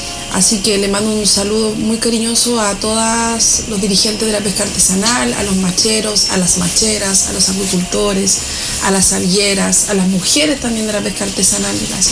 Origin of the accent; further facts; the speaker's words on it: Choapa Province, Coquimbo, Chile; la provincia del Choapa, que es de donde yo soy.